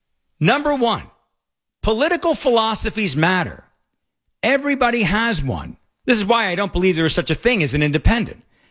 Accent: United States

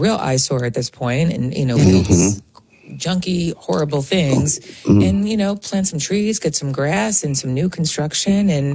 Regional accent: New York, United States; accent: Long Island; Such a Long Island girl. I sense my Long Island accent.

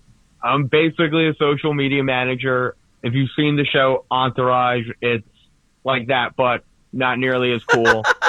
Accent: New Jersey, United States; I'm from Bergen County.

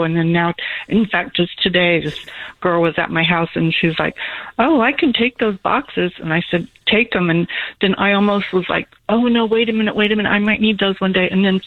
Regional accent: Fresno, California, United States; born there; I'm not from Fresno, but that's where I was born.

